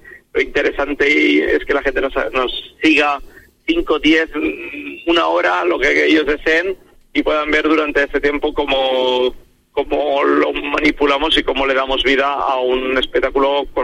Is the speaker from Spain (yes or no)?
yes; Valencian Community, Spain; Nosotros somos valencianos y viene en nuestro ADN, claro, la tradición de la pólvora.